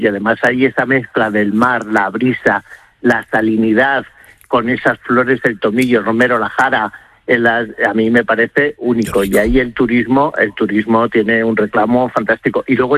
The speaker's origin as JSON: {"language": "Spanish", "region": "Castile and León", "country": "Spain", "said": "él era de cerca de mi pueblo, era de Piedrahíta, de al lado"}